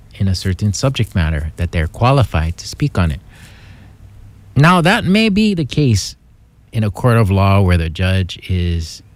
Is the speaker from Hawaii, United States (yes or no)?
yes; Hawaii, United States; my responsibility as a Hawaiian